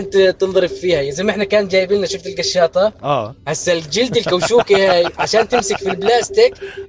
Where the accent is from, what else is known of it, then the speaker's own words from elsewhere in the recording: Zarqa, Zarqa Governorate, Jordan; born there; كان عندنا في الزرقاء مدرسة سعيد، انا كنت فيها.